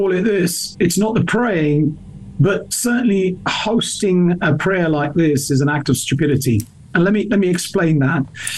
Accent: United Kingdom; I speak as a British Muslim member myself

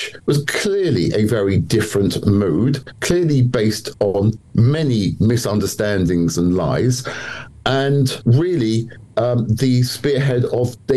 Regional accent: United Kingdom; I like to be British because I'm British

